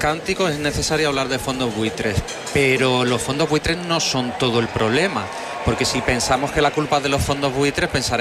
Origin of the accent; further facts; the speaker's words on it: Málaga, Andalusia, Spain; Yo soy malagueño y en Málaga la gente no habla de Pedro Sánchez ni de la presidenta Isabel Díaz Ayuso.